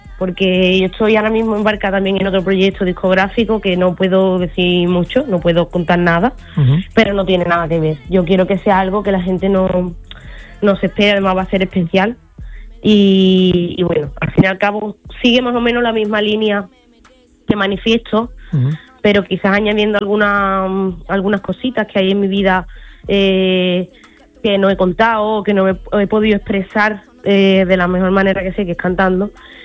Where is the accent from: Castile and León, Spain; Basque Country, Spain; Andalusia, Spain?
Andalusia, Spain; Jerez de la Frontera; moved away; que sea en Jerez, pues me parece también una oportunidad increíble, porque como es mi tierra